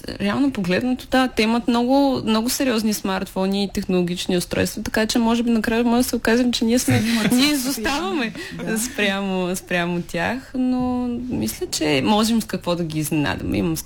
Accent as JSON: {"language": "Bulgarian", "town": "Plovdiv", "region": "Plovdiv Province", "country": "Bulgaria", "tie": "born there"}